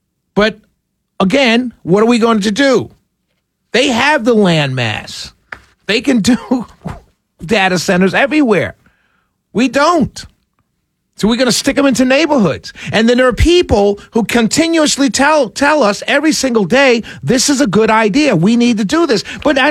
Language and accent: English; New York, United States; And so I grew up in New York City.